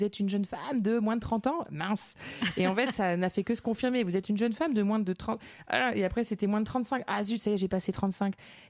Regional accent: France; also born or lived in Latin America; parce que je chantais en français et que je suis française.

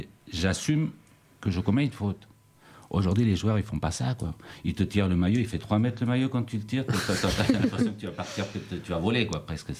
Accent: Chile; Moi, en tant que là, Chilien, par rapport à d'où je viens d'Amérique du Sud

